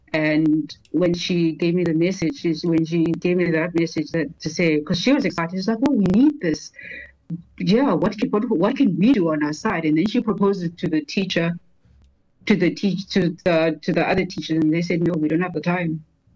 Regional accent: Western Cape, South Africa; But now, I grew up in the Western Cape. That is a much more, like, better province with more resources.

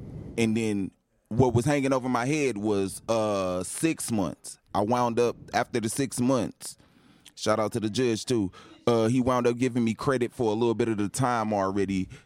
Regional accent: Chicago, Illinois, United States; I come from Chicago, so you know what I mean?

